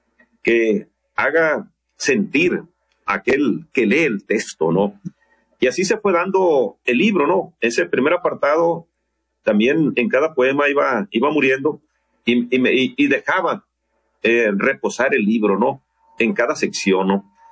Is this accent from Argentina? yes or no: no; Guasave, Sinaloa, Mexico; yo estaba en Guasave, Sinaloa, en mi ciudad natal, platicando con mi hermano, que también escribe poesía